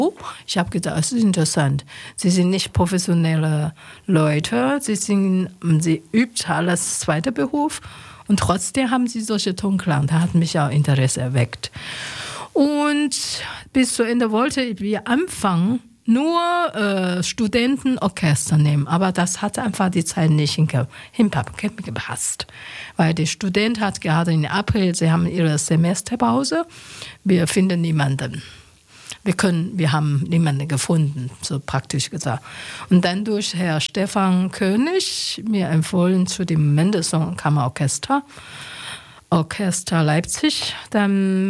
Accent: Taiwan; born there; German is a second language; weil ich im Winter geboren bin in Taiwan, gibt keine Schnee, nur oben eine Woche in der Jadeberge.

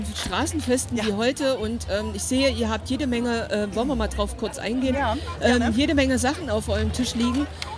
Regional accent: Weimar, Thuringia, Germany; Ich komme ja aus Weimar.

